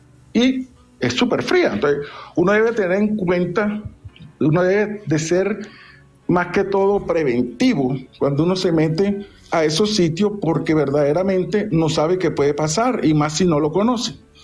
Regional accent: Santa Marta, Magdalena, Colombia; como samario que soy de pura cepa

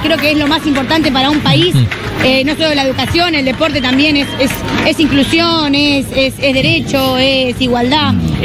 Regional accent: Argentina; Lo que hace que sabemos que somos como argentinas, todo cuesta un poquito más

